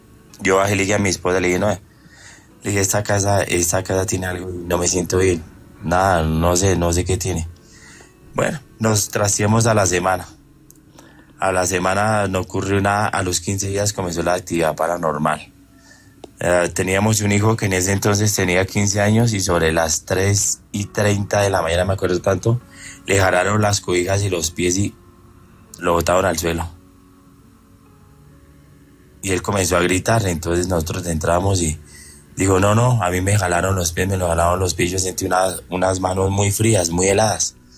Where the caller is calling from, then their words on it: Madrid, Cundinamarca, Colombia; No, en Madrid, Cundinamarca.